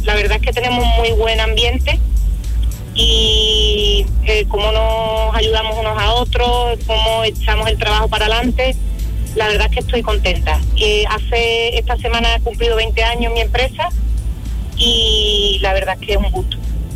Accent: Villamartín, Andalusia, Spain

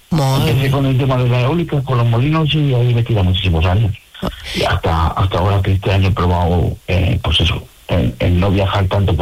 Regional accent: Salamanca, Castile and León, Spain; now in La Línea de la Concepción, Spain; Yo soy de Salamanca.

